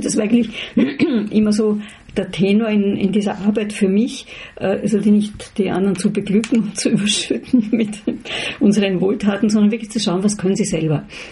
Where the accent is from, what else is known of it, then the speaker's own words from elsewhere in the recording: Vienna, Austria; Also ich bin Wienerin und bin in Wien zu Hause, und dort ist also absolut mein Lebensmittelpunkt immer gewesen und ist es auch weiterhin.